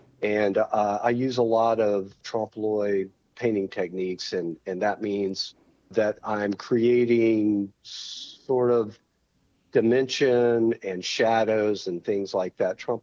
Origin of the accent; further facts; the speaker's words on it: Houston, Texas, United States; I grew up in Houston. I am the son of a bull rider and a ballerina.